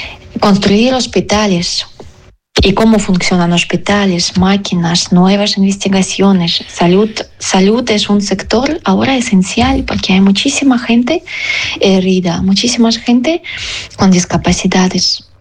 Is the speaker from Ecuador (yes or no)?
no; Ukraine; moved away; para mí y para muchos ucranianos, la guerra ha empezado en 2014.